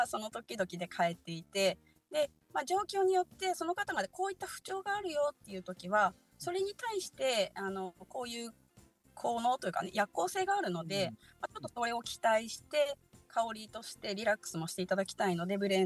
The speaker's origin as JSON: {"language": "Japanese", "region": "Fukushima", "country": "Japan", "tie": "born or raised there", "said": "私、地元が福島なんですけど"}